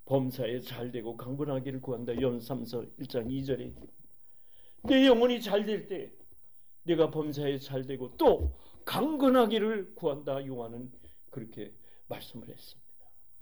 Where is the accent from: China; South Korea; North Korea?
South Korea; now in United States; 내 가족이 물론 한국에 있습니다만은 그래서가 아니에요. 내 고향이고 예? 모태의 나라 아니에요.